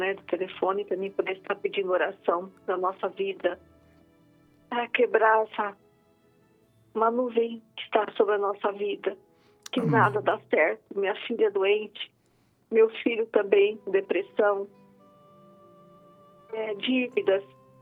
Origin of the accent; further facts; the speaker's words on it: Matão, São Paulo, Brazil; Eu sou de Matão, estado de São Paulo.